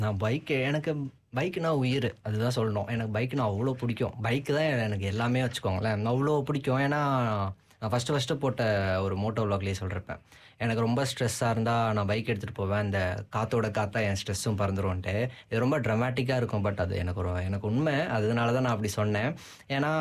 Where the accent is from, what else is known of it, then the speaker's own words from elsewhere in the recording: India; moved away as an adult; நான் இந்தியா தான் சொன்னேன் இல்லையா, நான் இந்தியால இருந்து ஏன் மெயினா வந்தேன்னா, நான் அங்க ஒர்க் பண்ணிட்டு இருந்தேன்.